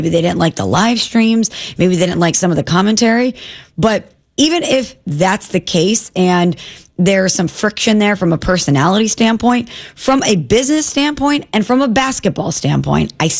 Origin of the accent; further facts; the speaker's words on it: St. Louis, Missouri, United States; Candidly, as you guys know, I am from St. Louis.